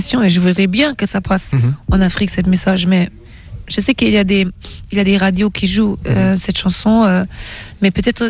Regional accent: Germany; born or raised there

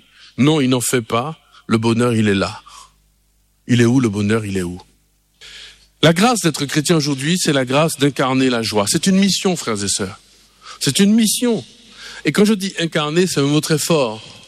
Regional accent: Martinique

